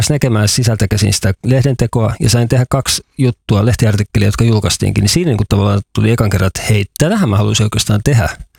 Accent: Vantaa, Uusimaa, Finland; now in Kainuu, Finland

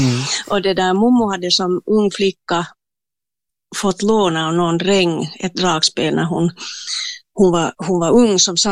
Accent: Espoo, Uusimaa, Finland; jag är ju hemma från Esbo Kilo

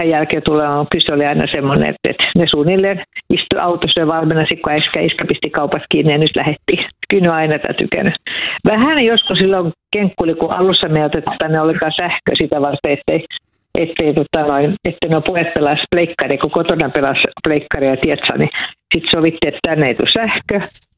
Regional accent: Vihti, Uusimaa, Finland; me ollaan, me ollaan Vihdistä ja meillä on mökki täällä Korppossa

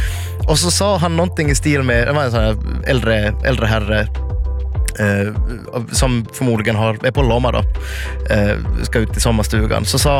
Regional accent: Ostrobothnia, Finland; Alltså, som österbottning, som vit, som finländare, som finlandssvensk etc.

